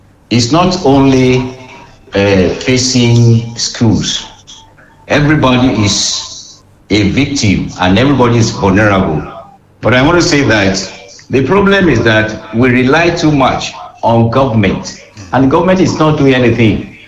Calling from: Nigeria; I'm calling from Iwaruka.

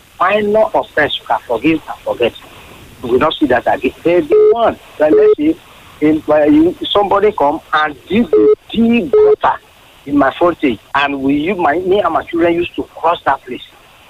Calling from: Ijebu-Ode, Ogun, Nigeria; I'm from Ijebode.

